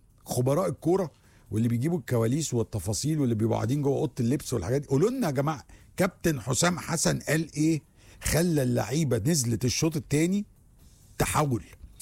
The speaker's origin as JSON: {"language": "Arabic", "country": "Egypt"}